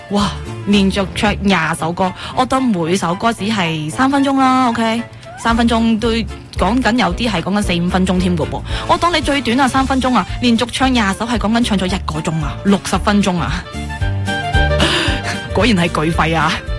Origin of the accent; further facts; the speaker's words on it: Hong Kong; 我作为香港人